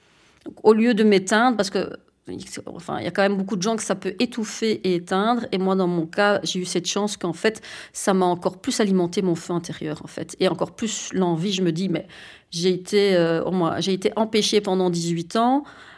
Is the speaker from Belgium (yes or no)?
yes; Wallonia, Belgium; born there; now in Brussels, Belgium; J'ai 49 ans, je suis d'origine turque, je suis née en Belgique, dans le Hainaut, et j'habite à Bruxelles depuis 30 ans